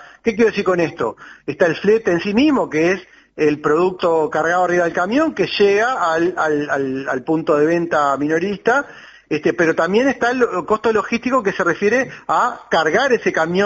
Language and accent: Spanish; Uruguay